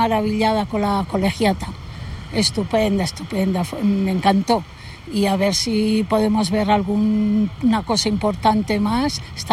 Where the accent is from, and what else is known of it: Zaragoza, Aragon, Spain